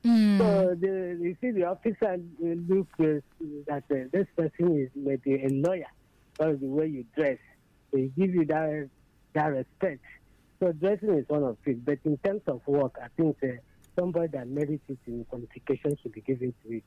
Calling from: Ebonyi, Nigeria; I'm from Ebonyi State.

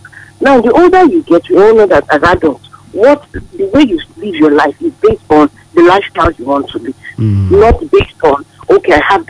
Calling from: Nigeria; I'm calling from Agodiji.

